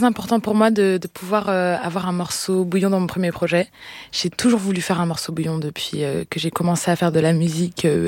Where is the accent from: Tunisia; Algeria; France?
France; Guadeloupe; quand j'allais aux Antilles, en Guadeloupe notamment, parce que je suis guadeloupéenne.